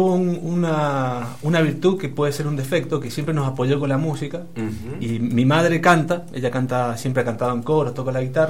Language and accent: Spanish; San Juan, Argentina; porque yo soy sanjuanino.